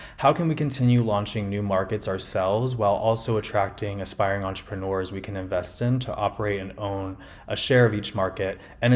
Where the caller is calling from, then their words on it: Miami, Florida, United States; I'm calling from Miami, Florida